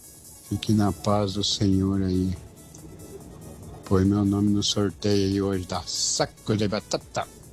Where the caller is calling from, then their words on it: Brazil; sou da Vila Mery.